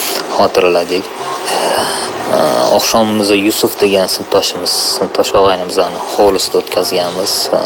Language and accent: Uzbek; Tashkent, Uzbekistan; born there; Toshkent shahridagi 112 sonli o'rta maktabni bitirganmiz 2005-yil.